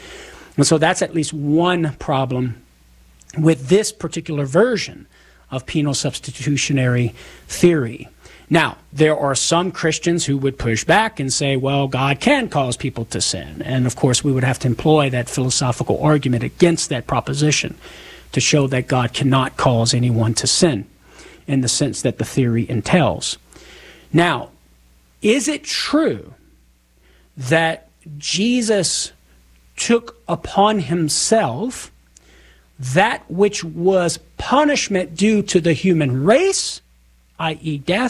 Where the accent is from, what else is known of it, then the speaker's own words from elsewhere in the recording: the South, United States; accent: southern; making fun of my southern accent.